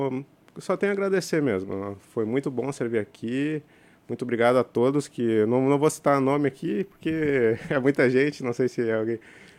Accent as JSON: {"language": "Portuguese", "town": "Santa Maria", "region": "Rio Grande do Sul", "country": "Brazil", "also_born_or_lived": "São Paulo", "moved": "yes", "lives_now": "Tabatinga, Brazil", "said": "Eu sou gaúcho de Santa Maria, minha esposa é carioca, da região ali, Campo Grande, do Rio. E a gente meio que adotou São Paulo como a nossa casa"}